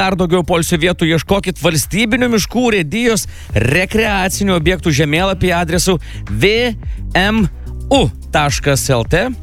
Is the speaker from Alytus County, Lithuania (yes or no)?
no; Raseiniai, Kaunas County, Lithuania; Aš pats esu kilęs iš Raseinių